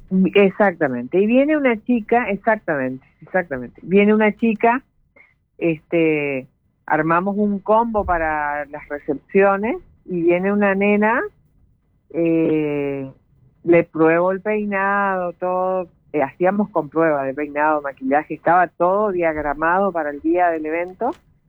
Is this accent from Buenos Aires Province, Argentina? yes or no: no; Paso de los Libres, Corrientes, Argentina; born there; De Paso de los Libres.